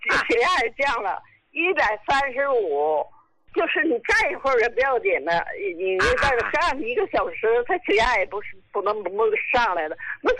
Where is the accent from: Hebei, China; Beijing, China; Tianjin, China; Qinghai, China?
Hebei, China; Qinhuangdao; 秦皇岛的呀。